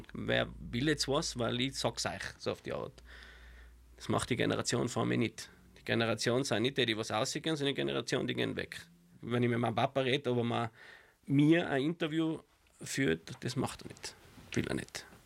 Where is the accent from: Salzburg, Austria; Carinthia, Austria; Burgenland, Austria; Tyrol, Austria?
Tyrol, Austria; Innsbruck; Also bei uns in Innsbruck sagt man zu den Nicht-Jänischen Gatschi